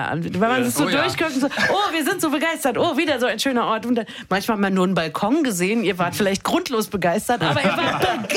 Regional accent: Berlin, Germany; Ich ich bin in Berlin aufgewachsen. Ich habe ganz wenig Zeit außerhalb der Stadt verbracht.

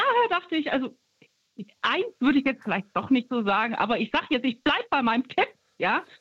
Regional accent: Stuttgart, Baden-Württemberg, Germany; Ich komme tatsächlich, ich bin aufgewachsen in Stuttgart.

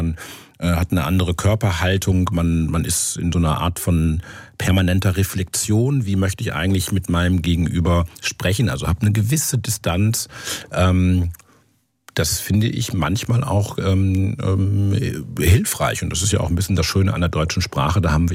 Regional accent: Timmel, Lower Saxony, Germany

